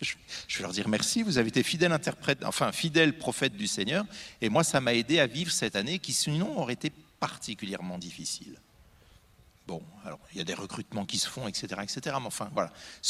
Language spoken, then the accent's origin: French; Normandy, France; Je suis normand, hein. Un pommier, je le connais.